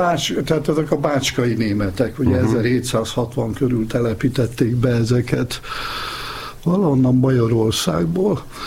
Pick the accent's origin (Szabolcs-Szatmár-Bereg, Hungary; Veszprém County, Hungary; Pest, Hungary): Veszprém County, Hungary; Veszprém; born there; Én Veszprémre születtem.